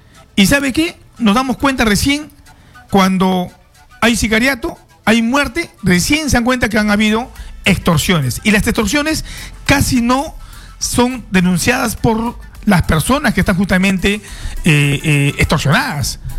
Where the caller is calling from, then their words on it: Chosica, Lima, Peru; vivo en Chosica